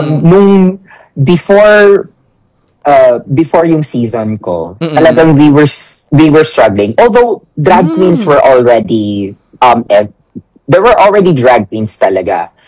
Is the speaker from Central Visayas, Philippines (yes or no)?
yes; Cebu, Central Visayas, Philippines; I was the very first and for now, the only Cebuana Rue girl.